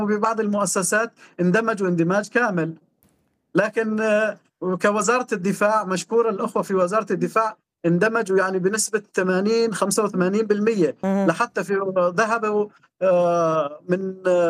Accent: Syria; نحن كشعب سوري

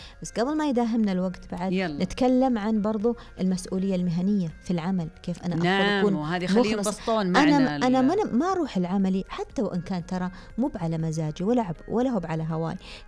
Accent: Saudi Arabia; إنه القيم اللي اكتسبناها من خلال كوننا سعوديين على مر الزمن، إني أحافظ عليها مع إني أواكب مستجدات العصر. أنا شخصية السعودية واضحة.

